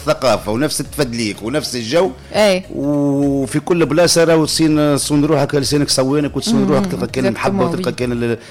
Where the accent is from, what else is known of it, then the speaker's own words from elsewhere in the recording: Tunisia; انا من الشمال